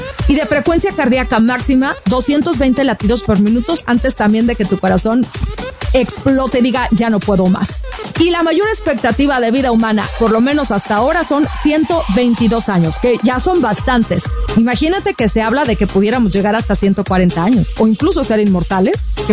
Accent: Sinaloa, Mexico; de donde yo soy, de mi Sinaloa precioso, allá haz de cuenta que estamos en un horno todo el tiempo.

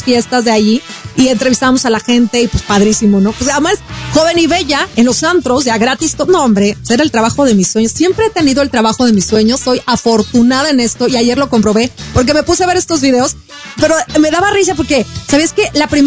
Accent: Mazatlán, Sinaloa, Mexico; moved away; yo vivía en Mazatlán … Mazatlán, de donde yo soy, de allá de Sinaloa

